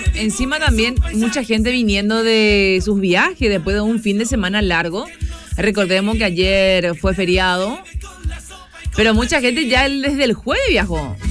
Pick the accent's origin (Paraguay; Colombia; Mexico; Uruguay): Paraguay; Esta es mi tierra, este es mi canto. Aquí en Paraguay